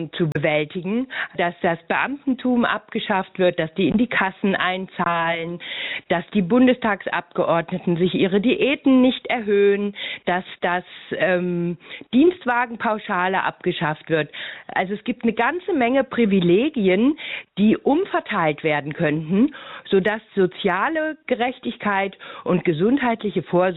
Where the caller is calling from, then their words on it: Baden-Württemberg, Germany; ich rufe aus Baden-Württemberg an.